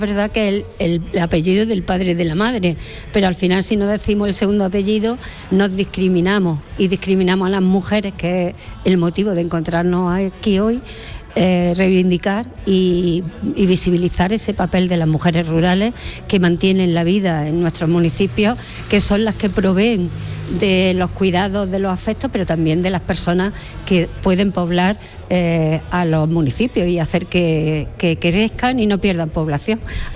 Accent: Siles, Andalusia, Spain; yo soy de la Sierra de Segura, de Siles.

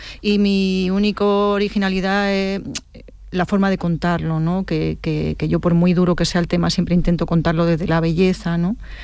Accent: Andalusia, Spain; se me da en mi tierra, en Andalucía

